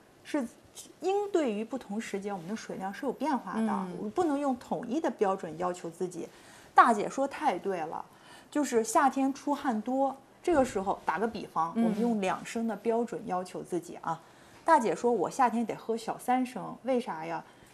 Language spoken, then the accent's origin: Chinese; northern China, China; 我们北方四季分明，我们的感受更明显。